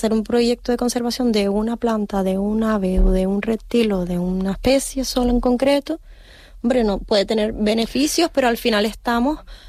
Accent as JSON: {"language": "Spanish", "region": "Canary Islands", "country": "Spain", "said": "Ya sé lo que soy, José, sí, Gregorio, soy, sí, meta canaria."}